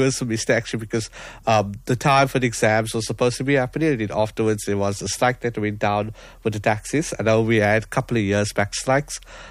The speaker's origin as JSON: {"language": "English", "town": "Cape Town", "region": "Western Cape", "country": "South Africa", "tie": "born or raised there", "said": "I went to Beacon Hill High School, Beacon Hill, I was from Beacon Valley"}